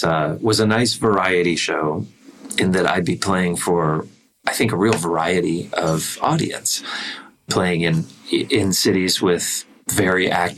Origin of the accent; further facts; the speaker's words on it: Canada; moved away; to show them my home country, and you know, they're Canadians too by virtue of me